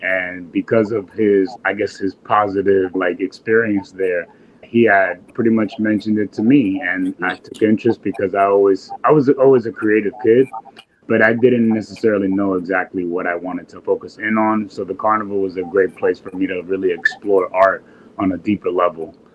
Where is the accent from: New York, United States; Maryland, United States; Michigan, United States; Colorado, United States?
New York, United States; New York City; Born and raised in West Harlem.